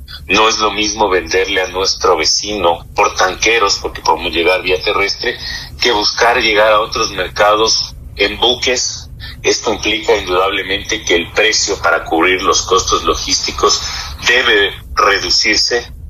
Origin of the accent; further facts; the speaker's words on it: Ecuador; nosotros como ecuatorianos somos gente seria